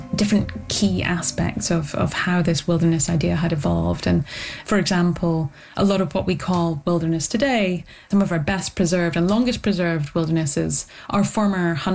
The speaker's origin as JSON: {"language": "English", "region": "Scotland", "country": "United Kingdom", "tie": "born or raised there", "said": "I grew up in the Highlands of Scotland, I'd say about a mile outside of a village. I'm not sure I would describe it as a wilderness. You know, it was a farming region."}